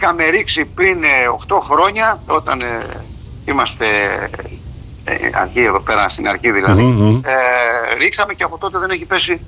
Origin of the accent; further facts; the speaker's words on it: Zakynthos, Ionian Islands, Greece; Είμαι Ζακυνθινός, δεν είμαι Πλανήσιος μόνο. Είμαι Ζακυνθινός.